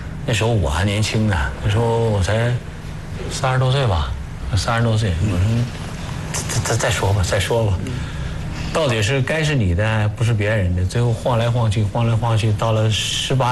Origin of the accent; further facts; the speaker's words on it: Sheyang, Jiangsu, China; 把我们射阳宣传